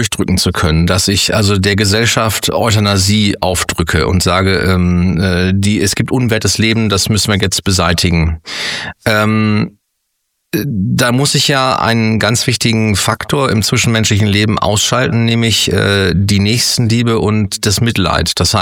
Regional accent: Germany; Also ein Thema, wo mir als Deutscher wirklich das kalte Nacken runterläuft und mir alle Nackenhaare zu Berge stehen.

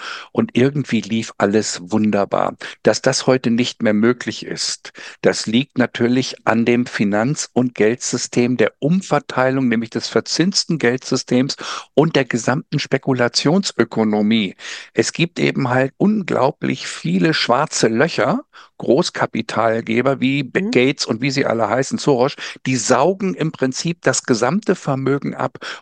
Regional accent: Benefeld, Lower Saxony, Germany; Ich bin ja groß geworden in der Nähe von Walsrode in einem Dorf. Benefeld heißt der.

